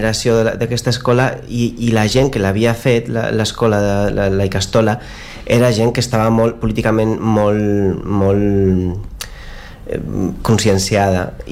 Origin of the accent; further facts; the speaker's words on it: Lasarte-Oria, Basque Country, Spain; Catalan is a second language; moved away; jo sóc d'un poble, de fet, sóc d'un poble que es diu La Sarte, però ningú el coneix i llavors dic que sóc de Sant Sebastià, que és una mica més, més fàcil de conèixer, però és l'Estraradi